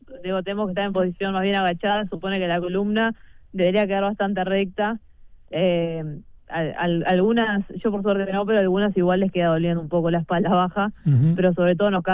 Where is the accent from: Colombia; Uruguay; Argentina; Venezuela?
Uruguay; moved away; also born or lived in Netherlands / Belgium; Sí, no, hoy ya volví a Uruguay este año. Estoy jugando en Biwa, pero sí, fue muchos años afuera.